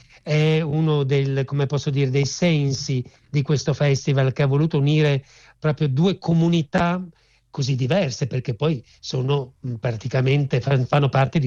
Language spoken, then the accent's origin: Italian; Rijeka, Primorje-Gorski Kotar County, Croatia; moved away; Lei deve sapere che io vengo da Rijeka, da Fiume, mio papà è stato esule